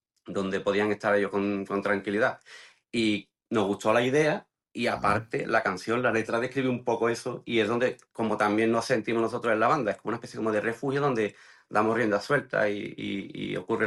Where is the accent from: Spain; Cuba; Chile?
Spain; Jerez de la Frontera, Andalusia; De Jerez, de Jerez.